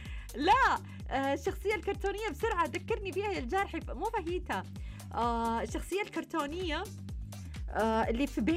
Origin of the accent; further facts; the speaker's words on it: Saudi Arabia; عندنا في السعودية